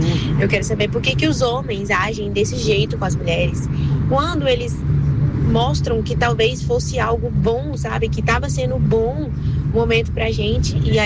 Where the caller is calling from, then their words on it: Brasília, Federal District, Brazil; Sou aqui de Brasília